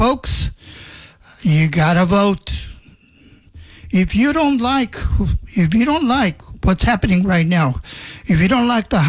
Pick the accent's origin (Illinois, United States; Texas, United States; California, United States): Texas, United States; Laredo; I was born in Mexico, in Nuevo Laredo, Mexico, but I moved to Laredo, Texas when I was like 7 years old. And now I'm in my 70s, and I've been here in the United States for most of my life now.